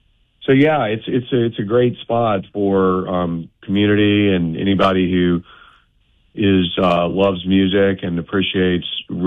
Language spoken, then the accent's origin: English; Birmingham, Alabama, United States; I was born and raised in Birmingham, loved the city, always fascinated by the city.